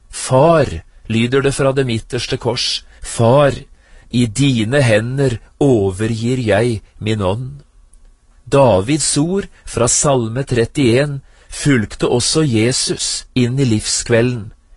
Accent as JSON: {"language": "Norwegian", "town": "Notodden", "region": "Vestfold og Telemark", "country": "Norway", "tie": "born or raised there", "said": "Gransherra kirke, som ligger ca. 3 mil fra Notodden, hjembyen min."}